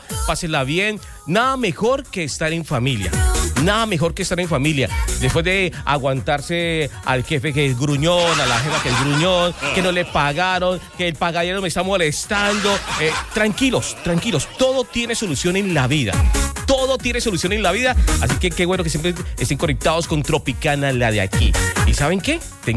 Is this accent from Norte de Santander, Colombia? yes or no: yes; Cúcuta, Norte de Santander, Colombia; ¿Y cómo somos representados los cucuteños?